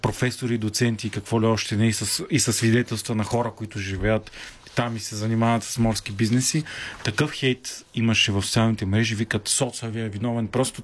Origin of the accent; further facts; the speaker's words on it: Varna, Varna Province, Bulgaria; въпреки че съм от Варна